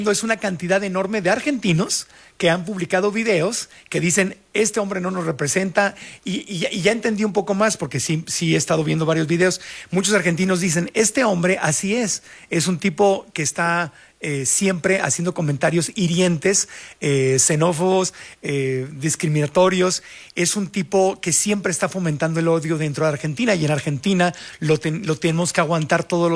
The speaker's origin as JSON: {"language": "Spanish", "country": "Mexico", "said": "como los mexicanos salimos a condenar el cervezazo que le dieron a la ecuatoriana, la serenata y al equipo ecuatoriano a la medianoche"}